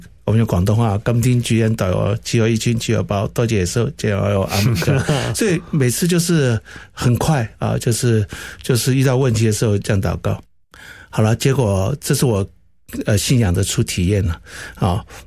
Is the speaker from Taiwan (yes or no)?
yes; Taiwan; born there; first language Cantonese; Chinese is a second language; also born or lived in Hong Kong; 我是出生在1957年啊，在香港。那后来我就来台湾啊，来台湾是大概6岁左右啊。